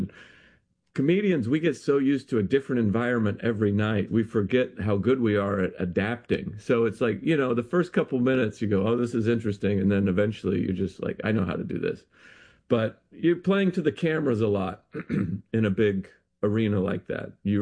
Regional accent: Idaho, United States

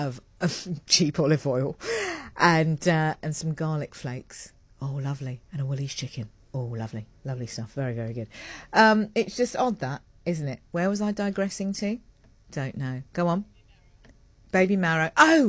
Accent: United Kingdom; accent: British; moved away as an adult; now in South Africa; I sound different to most of the people that we are around, although sometimes I feel like they're taking the mickey out of my British accent

